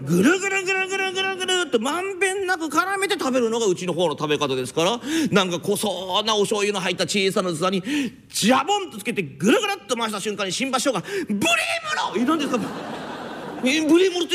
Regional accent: Niigata, Japan; moved away; 新潟の僕のふるさとの方ではお蕎麦屋さんに入ったらみんなカツ丼を頼んで、それで味噌汁代わりにかけそばを頼むというのがうちの方の風習なんです。

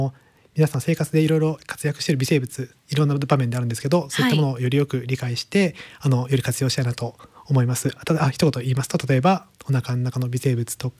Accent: Aichi, Japan; now in Ishikawa, Japan; 出身は愛知県ですね。愛知県の東側に、はい、豊川豊橋っていう町がありまして、はい、まあ、そのあたりに出身になります。

